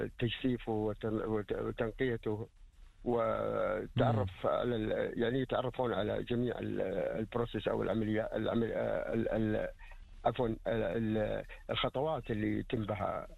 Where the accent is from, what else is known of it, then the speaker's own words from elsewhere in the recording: Taif, Makkah Province, Saudi Arabia; أنا من أهل الطائف